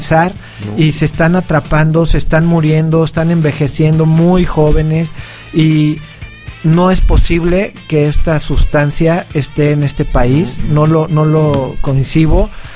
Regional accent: Mexico; somos una gran raza, somos mexicanos

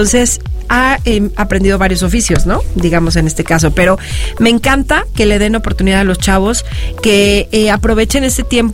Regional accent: Tehuixtla, Morelos, Mexico; yo soy de Tehuixtla y lo he compartido en diferentes ocasiones. Allá hay un balneario espectacular.

